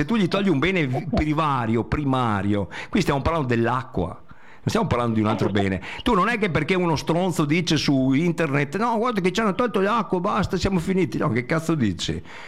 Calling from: Veneto, Italy; qui nel Veneto noi abbiamo fatto il disastro.

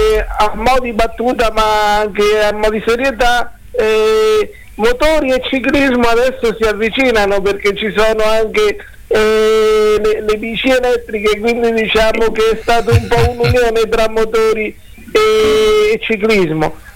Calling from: Lazio, Italy; qui nelle zone limitrofe del Lazio dove vivo adesso

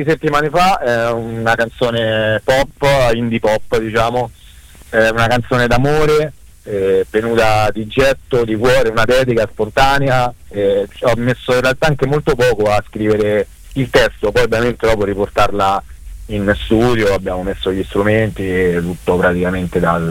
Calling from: Civita Castellana, Lazio, Italy

